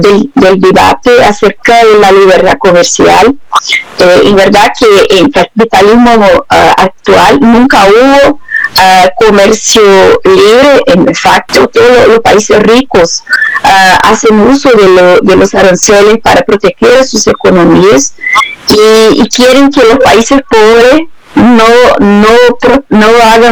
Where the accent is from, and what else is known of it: Brazil